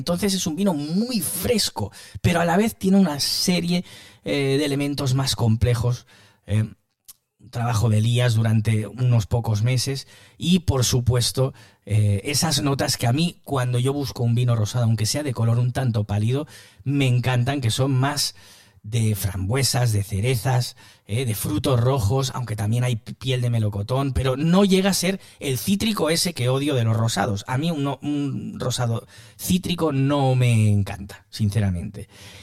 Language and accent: Spanish; Estepona, Andalusia, Spain